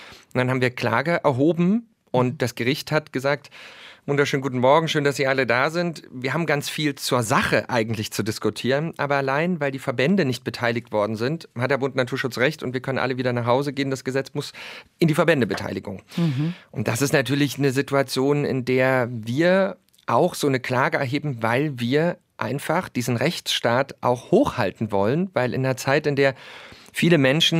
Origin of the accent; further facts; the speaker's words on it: Lusatia, Germany; Also gerade in meiner Heimat, in der Lausitz, wo die Spree dann in Richtung Berlin fließt, der Spreewald, durch die großen Braunkohletagebaue und die Flutung jetzt, die stillgelegten, dort gibt es einfach Verteilungskonflikte um Wasser.